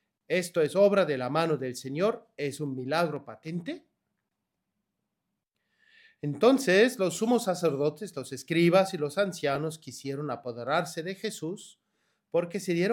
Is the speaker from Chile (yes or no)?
no; Germany; como buen alemán no le pregunté mucho permiso